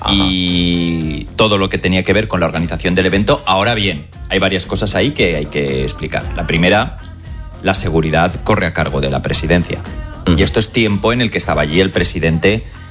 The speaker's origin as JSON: {"language": "Spanish", "country": "Spain", "lives_now": "United States", "said": "somos muchos españoles aquí en Estados Unidos"}